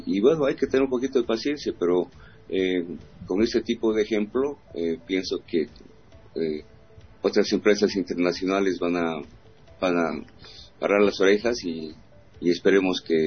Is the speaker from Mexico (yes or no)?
no; Bolivia; soy boliviano y soy también patriota.